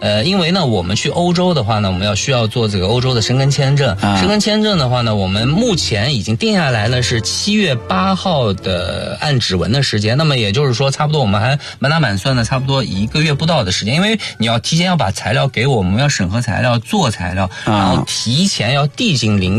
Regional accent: Nanjing, Jiangsu, China; 我们南京人

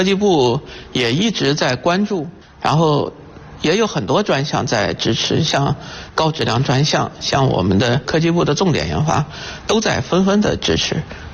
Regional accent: China

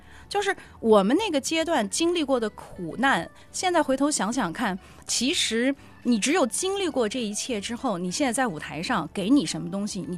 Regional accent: Jiangpu, Jiangsu, China; 包括现在我妈有时候回我们老家，回江浦那边去

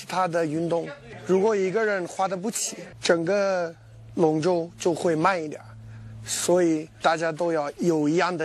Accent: South Africa; Chinese is a second language; now in Suzhou, China; 我来自南非

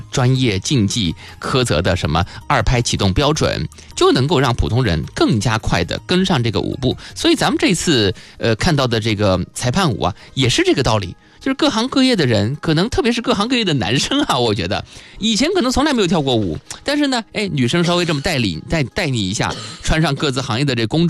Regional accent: China

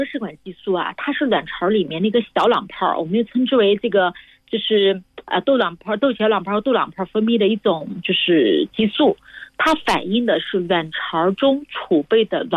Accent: China; 我们就是中国的这种女性

